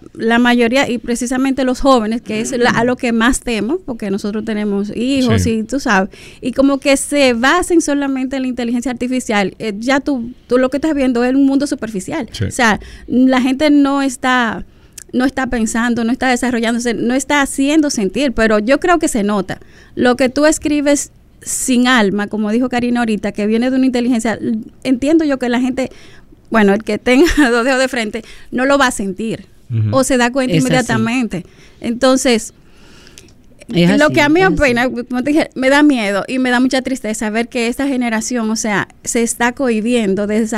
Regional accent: Dominican Republic; como nosotros como dominicanos podemos llevar, o sea, nuestra escritura, nuestra poesía, nuestra narrativa a otros países

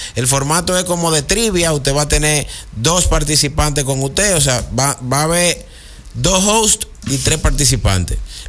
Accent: Puerto Rico; born there; Yo nací en Puerto Rico.

